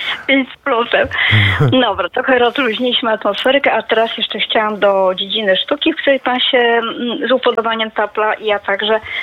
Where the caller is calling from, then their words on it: Wrocław, Lower Silesian Voivodeship, Poland; ja z Wrocławia